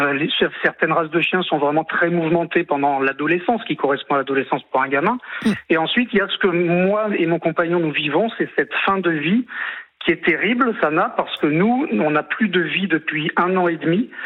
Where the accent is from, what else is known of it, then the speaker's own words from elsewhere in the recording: France; Moi je suis originaire de Martinique et Guyane française.